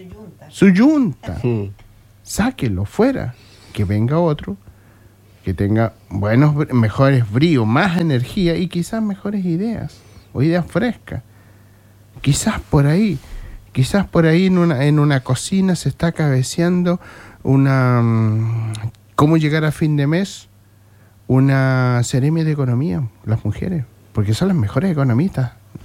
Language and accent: Spanish; Chile